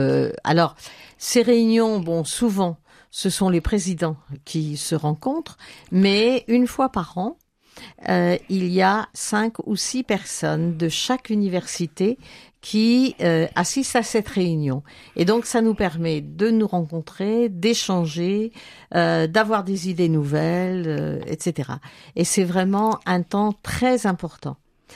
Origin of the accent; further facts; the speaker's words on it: Lamballe, Brittany, France; moved away as an adult; also born or lived in Madagascar / Loir-et-Cher; je suis du coin, puisque je suis de Lamballe, et mes parents étaient tous les deux de Saint-Aron. Mais je ne suis pas toujours restée à Lamballe, je suis partie avec mon mari, on a fait Madagascar, ensuite on est revenu dans le Loir-et-Cher